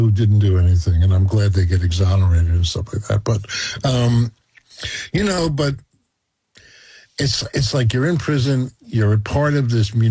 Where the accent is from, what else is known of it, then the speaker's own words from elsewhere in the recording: United States; as an American